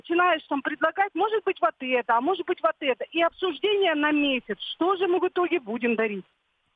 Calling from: Vladivostok, Primorsky Krai, Russia; А мы опять из Владивостока.

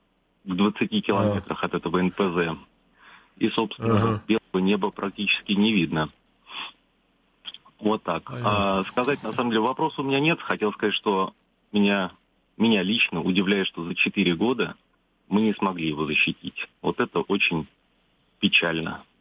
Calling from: Moscow, Russia; Звоню вам из Москвы.

